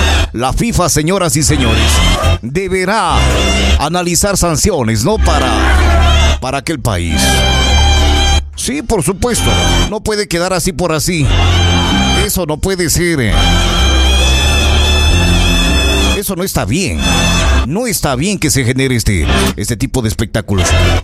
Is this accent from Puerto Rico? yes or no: no; Ecuador; los ecuatorianos hemos sido muy buena gente con los mexicanos.